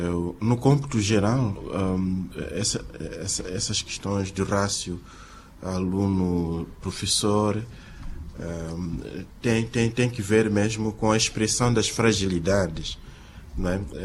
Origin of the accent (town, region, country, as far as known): Mozambique